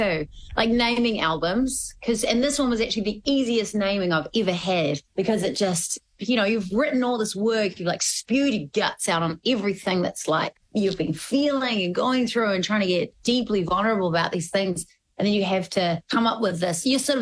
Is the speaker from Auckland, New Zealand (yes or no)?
yes; Devonport, Auckland, New Zealand; where I grew up in Devonport.